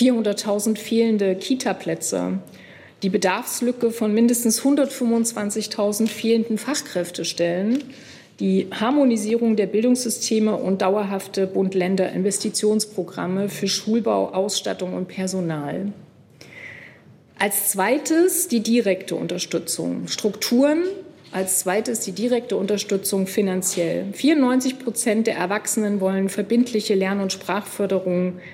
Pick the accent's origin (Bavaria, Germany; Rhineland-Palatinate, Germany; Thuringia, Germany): Thuringia, Germany; Ich bin der festen Überzeugung, das sage ich auch als Thüringerin ganz bewusst, wo Kinder lernen, wie Demokratie funktioniert, da werden sie sie auch verteidigen.